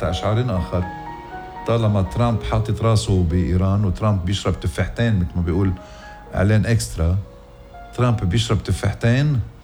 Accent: Lebanon; آخ يا بلدي لبنان آخ.

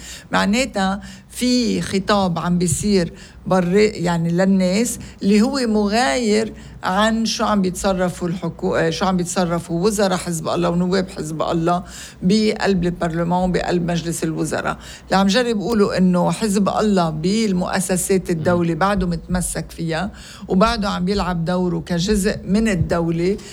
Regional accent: Lebanon; نحنا كلنا كلبنانيين بدنا نعيش مع بعض

